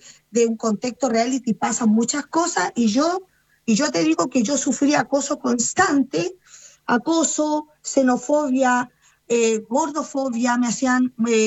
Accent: Chile

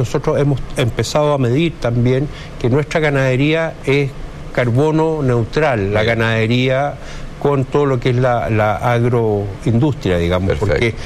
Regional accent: Chile

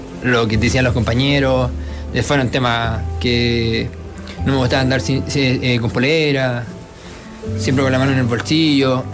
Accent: Hualpén, Biobío, Chile; moved away as an adult; also born or lived in Talcahuano; now in Santiago, Chile; nací en Talcahuano, pero viví toda mi vida en Hualpén hasta los 23 años que llegué acá a Santiago

